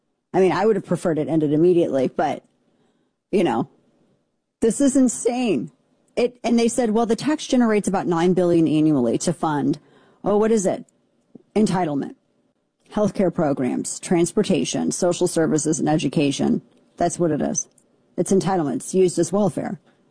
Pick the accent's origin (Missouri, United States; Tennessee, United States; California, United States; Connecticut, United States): Missouri, United States; moved away; It's my home state. Most of my family still lives there.